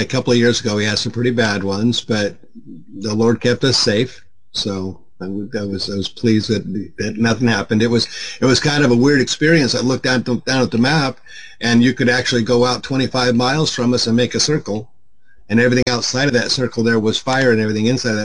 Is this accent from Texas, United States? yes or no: no; Las Vegas, Nevada, United States; now in Oregon, United States; Originally, I'm from Las Vegas, and out there, definitely a lot of heat.